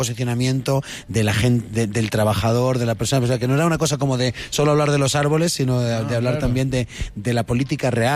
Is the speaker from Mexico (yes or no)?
no; Spain; O sea, nosotros, como españoles, fíjate como españoles, ¿eh?